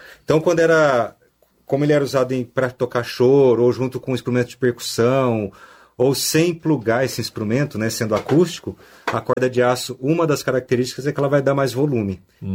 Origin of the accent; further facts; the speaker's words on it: Campinas, São Paulo, Brazil; also born or lived in Jundiaí; Eu, como o Danilo falou, nasci em Jundiaí, mas com 3, 4 meses já estava aqui em Campinas. Então toda a minha trajetória, os amigos, família aqui.